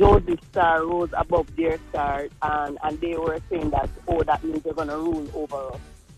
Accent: Spanish Town, Saint Catherine, Jamaica; from Spanish Town.

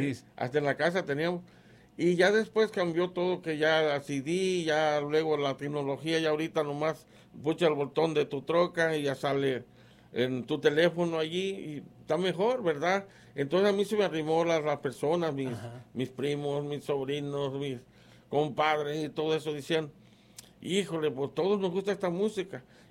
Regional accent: Guerrero, Mexico; moved away; yo conozco casi toda la raza mía que somos de allá, de Guerrero.

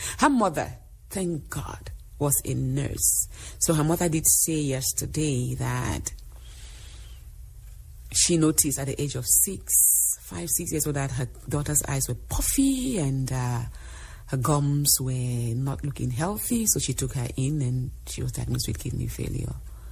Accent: Cameroon; moved away; I grew up in Cameroon.

